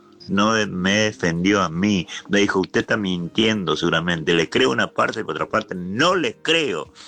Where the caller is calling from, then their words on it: González Catán, Buenos Aires Province, Argentina; de Virrey del Pino, González Catán.